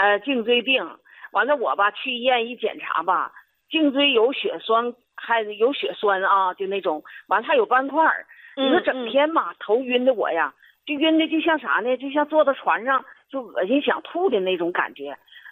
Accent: Northeast China, China; 你说、哎，我这东北人呢，咱们东北人说话吧，他就是直

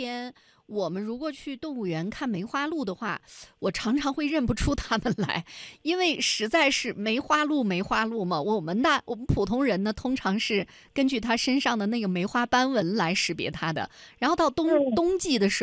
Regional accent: Yunnan, China; 在我们云南可能看到的更多的就是这种小脊子

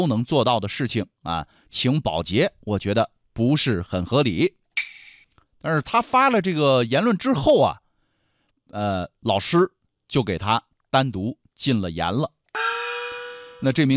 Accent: Heilongjiang, China; moved away; 我记得因为我在黑龙江啊，在东北上小学

